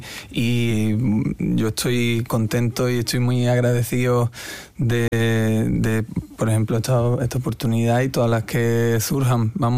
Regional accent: Benalúa, Andalusia, Spain; born or raised there; moved away

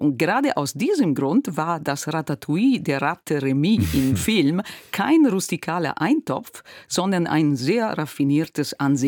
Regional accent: Emilia-Romagna, Italy; Und in der Region Marken heißt es dann Fricandò und in der Romagna, wo ich herkomme, Frigione.

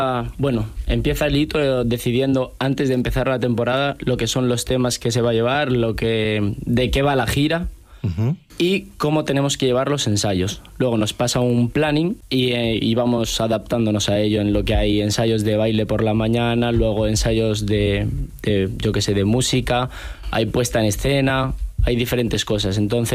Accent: Arévalo, Castile and León, Spain; Yo soy de Arévalo, de Ávila.

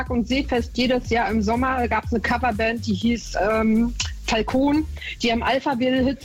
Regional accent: Neubrandenburg, Mecklenburg-Vorpommern, Germany; born there; Ich bin aus Mecklenburg. Ich bin aus Neubrandenburg gebürtig.

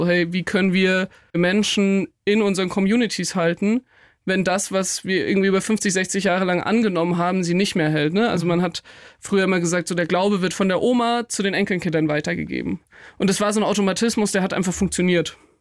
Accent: Nittenau, Bavaria, Germany; ich bin in Nittenau aufgewachsen. Es ist wirklich mitten im Bayerischen Wald, also in der Oberpfalz.

